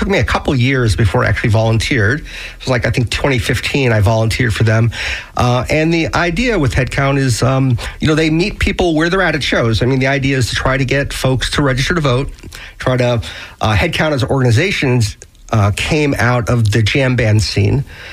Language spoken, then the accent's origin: English; Miami, Florida, United States; moved away as an adult; also born or lived in Ohio; now in St. Petersburg, United States; So I grew up in Miami. Was like a typical 18-year-old, moved out of Miami when I was 18 and went to college.